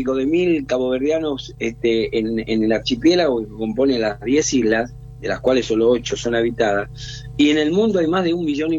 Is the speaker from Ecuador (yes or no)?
no; Argentina; yo soy argentino